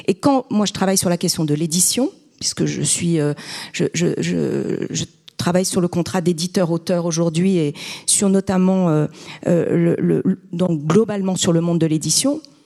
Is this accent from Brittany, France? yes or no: yes; Brittany, France; J'adore les fanfares, hein. Forcément, je suis bretonne.